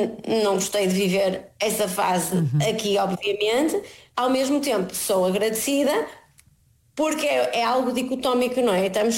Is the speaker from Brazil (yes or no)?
no; Portugal